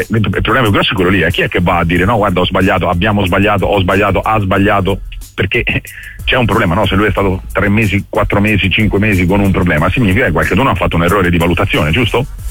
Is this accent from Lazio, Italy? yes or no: no; Florence, Tuscany, Italy; noi come fiorentini tutti